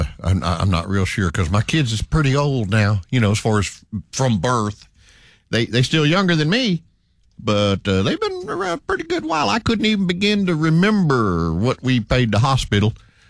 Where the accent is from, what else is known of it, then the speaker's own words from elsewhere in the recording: United States; How do they know I'm an American?